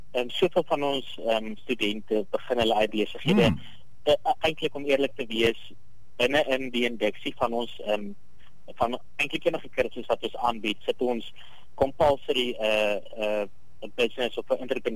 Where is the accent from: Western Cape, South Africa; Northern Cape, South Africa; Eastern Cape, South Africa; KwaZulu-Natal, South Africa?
Western Cape, South Africa; Oudtshoorn; ek het self groot geword in Oudtshoorn